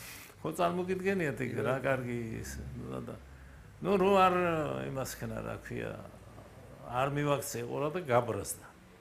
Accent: Kartli, Georgia; მე ხო ქართლელი ვარ წარმოშობით

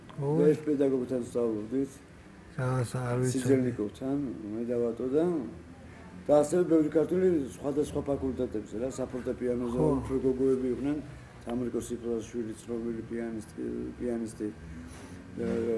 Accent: Tbilisi, Georgia; born there; moved away as an adult; also born or lived in Moscow

